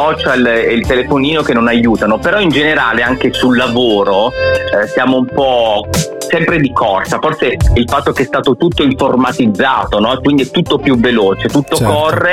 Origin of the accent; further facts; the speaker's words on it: Apulia, Italy; now in Genoa, Italy; Io sono d'adozione genovese, ma ovviamente non ho dimenticato le mie radici pugliesi